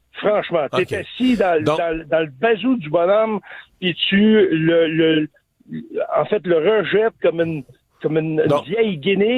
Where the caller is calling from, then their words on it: Saint-Sauveur, Quebec, Canada; Moi, je suis à Saint-Sauveur.